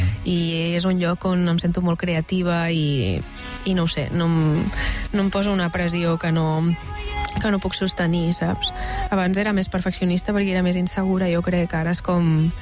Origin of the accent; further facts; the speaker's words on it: Badalona, Catalonia, Spain; Barcelona, la meva ciutat. Tot i que sóc de Badalona, però és la meva ciutat adulta.